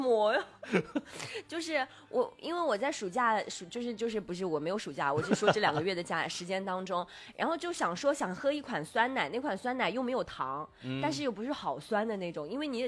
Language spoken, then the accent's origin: Chinese; Inner Mongolia, China; 我是内蒙古人。我们当地最产酸奶了好不好。